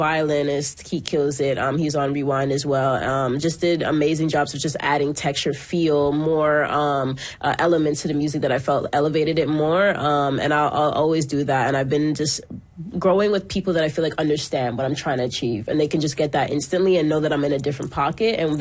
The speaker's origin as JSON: {"language": "English", "town": "Toronto", "region": "Ontario", "country": "Canada", "said": "And since then, every time I walk outside, people know that I'm from Toronto."}